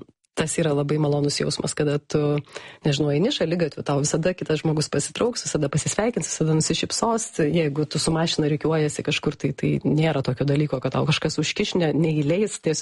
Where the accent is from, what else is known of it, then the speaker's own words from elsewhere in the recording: Druskininkai, Alytus County, Lithuania; now in Australia; aš esu iš Druskininkų.